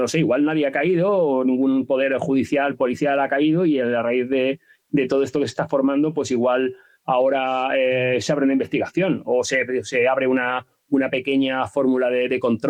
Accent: Andalusia, Spain

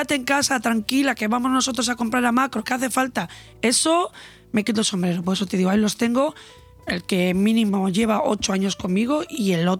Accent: Bermeo, Basque Country, Spain; moved away; Yo soy de Bermeo, un pueblo pesquero

